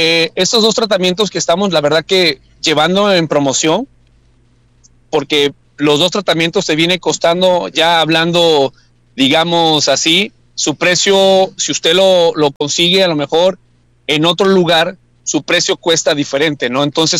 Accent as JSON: {"language": "Spanish", "country": "Mexico", "said": "La verdad que como buen mexicano de pronto tenemos una farmacia en la casa"}